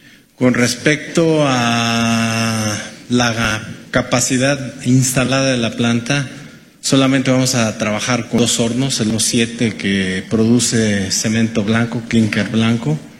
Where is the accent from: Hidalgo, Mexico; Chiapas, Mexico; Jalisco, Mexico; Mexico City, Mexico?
Hidalgo, Mexico; pues sí, a nosotros somos hidalguenses.